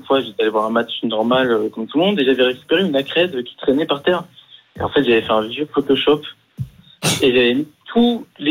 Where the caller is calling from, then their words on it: Paris, Île-de-France, France; J'habite à Paris.